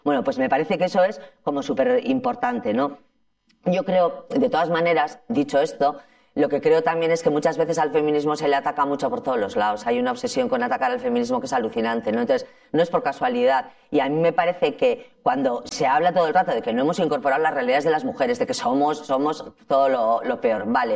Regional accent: Ermua, Basque Country, Spain; born or raised there

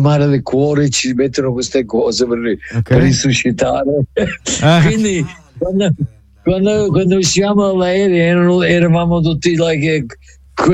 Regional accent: Longi, Sicily, Italy; now in United States; Prima di lasciare, vorrei salutare un sacco di persone al mio paese, se è possibile.

